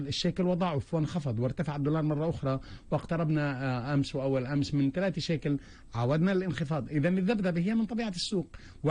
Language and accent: Arabic; Palestine; نحن كفلسطينيين يوجد عندنا